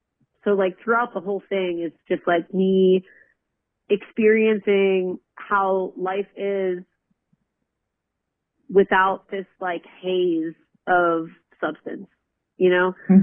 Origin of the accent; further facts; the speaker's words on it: Philadelphia, Pennsylvania, United States; moved away as an adult; now in Queens, New York, United States; I'm from Philadelphia originally. Like I've only been living in New York for about almost 7 years now.